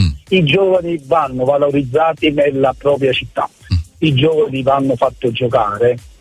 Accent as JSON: {"language": "Italian", "region": "Campania", "country": "Italy", "tie": "born there", "said": "io sono di Castelnuovo, sono Positano nato"}